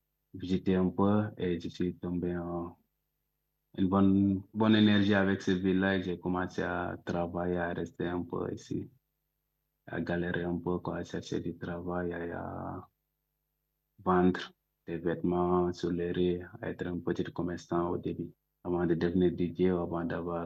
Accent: Dakar, Senegal; moved away as an adult; now in Essaouira, Morocco; Oui, en fait, j'étais au Sénégal, j'ai grandi à Dakar et j'étais un joueur de foot.

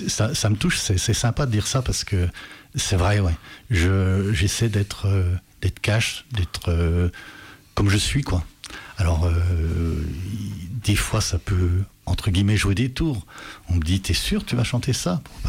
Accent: Grez, Bourgogne-Franche-Comté, France; now in Beaujolais, France; Et puis les vicissitudes de la vie ont fait que j'ai changé de région. J'étais originaire de Grez, en Haute-Saône, et j'ai débarqué ici dans le Beaujolais.

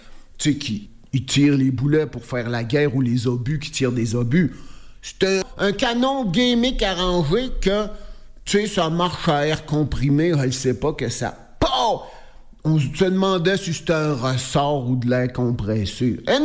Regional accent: Trois-Rivières, Quebec, Canada; je me souviens quand j'étais petit gars, à Trois-Rivières, pendant l'exposition agricole qui a toujours lieu à la fin de l'été, au mois d'août

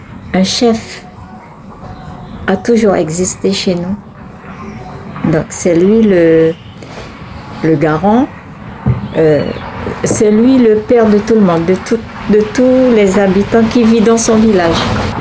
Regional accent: French Guiana; je parle un peu du cas de Bellevue, Yann, mon village. Donc le fondateur, c'est mon papa

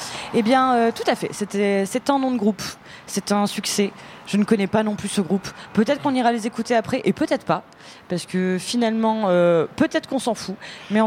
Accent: Nouvelle-Aquitaine, France; On est terroir, on vient du Limousin

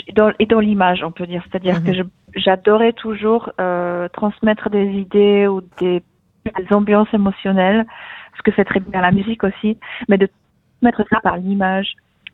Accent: Poland; first language Polish; French is a second language; si j'étais en Pologne et que je devais parler de tout ça en polonais, ça serait peut-être un poil plus difficile

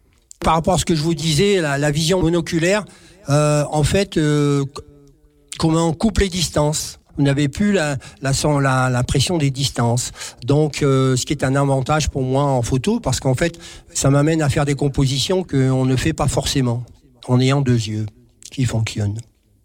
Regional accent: Hauts-de-France, France; je suis parti du Nord sans forcément retourner très très longtemps. Je suis pas retourné souvent, je veux dire. Et 20 ans, 25 ans après, j'ai retrouvé mon pays

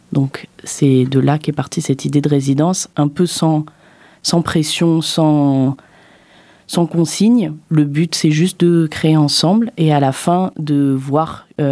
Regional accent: Die, Auvergne-Rhône-Alpes, France; born there; je suis née à Die, le 16 février 1999, dans la maternité de Die.

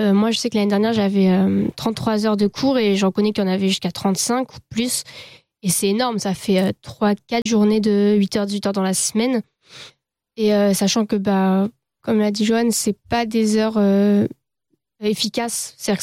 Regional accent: Grenoble, Auvergne-Rhône-Alpes, France; Par exemple, moi, bah, nous, on vient de Grenoble, on va avoir plus de chances d'y arriver que si on vient de Paris

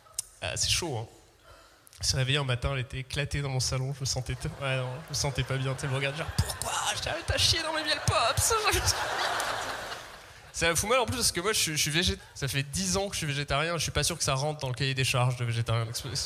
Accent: Seysses, Occitanie, France; now in Paris, France; Moi, je viens d'un petit village du sud-ouest qui s'appelle Seyss. Et ça fait 7 ans que j'habite à Paris.

